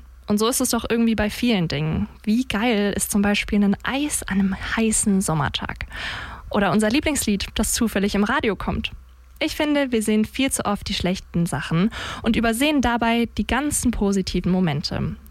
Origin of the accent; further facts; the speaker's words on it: Würzburg, Bavaria, Germany; born there; Ich bin in Würzburg geboren und kenne mich hier dementsprechend ziemlich gut aus